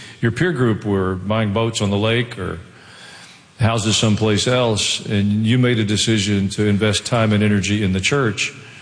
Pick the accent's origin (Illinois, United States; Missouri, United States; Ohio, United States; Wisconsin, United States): Missouri, United States; Kansas City; born there; I was born in Kansas City when you and mom were first married, we lived there, and you had a different job.